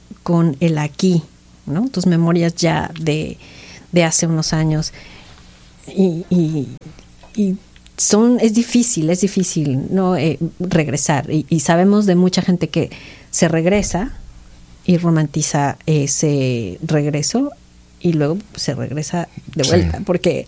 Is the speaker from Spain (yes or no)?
no; Mexico; now in United States; bueno, soy latino, y en mi caso soy mexicana, y veo la diferencia entre las diferentes nacionalidades